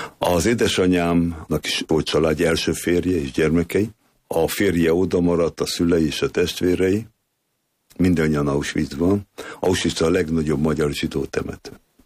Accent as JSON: {"language": "Hungarian", "region": "Budapest", "country": "Hungary", "tie": "born there", "also_born_or_lived": "Nyíregyháza, Szabolcs-Szatmár-Bereg, Hungary", "said": "Én Nyíregyházán születtem, a Nyírségben is, talán 2 éves voltam, amikor felkerültem a szüleimmel Budapestre, tehát a gyökereim ez a Nyírségbe vezetnek vissza, de az életem, eddig életem 68 éve Budapesthez köt."}